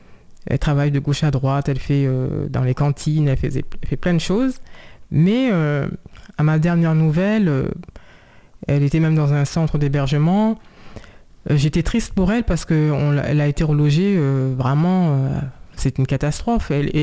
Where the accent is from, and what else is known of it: Saint-Cloud, Île-de-France, France; born there